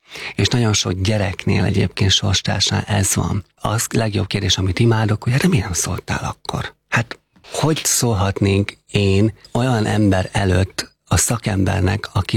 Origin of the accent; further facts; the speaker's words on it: Heves, Hungary; Ugye Heves megyében nőttem föl.